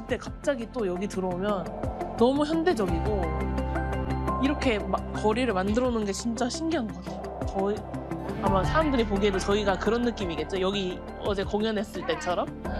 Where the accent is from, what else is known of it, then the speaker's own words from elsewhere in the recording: South Korea; 한국에서도 그렇게 잘 없었는데 이런 나라에 와서 이렇게 환영을 받는다는 게 너무 뿌듯한 것 같아요. 한국인으로서.